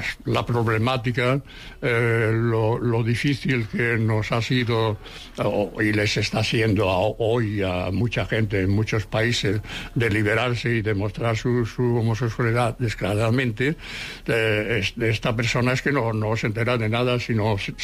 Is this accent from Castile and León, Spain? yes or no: no; Seville, Andalusia, Spain; now in Barcelona, Spain; cuando vinimos de Sevilla.